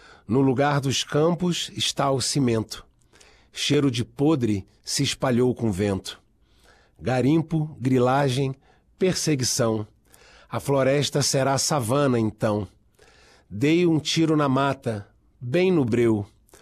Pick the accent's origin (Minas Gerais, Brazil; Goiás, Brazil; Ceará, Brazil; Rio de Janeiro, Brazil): Rio de Janeiro, Brazil; born there; Porque eu nasci no Rio de Janeiro.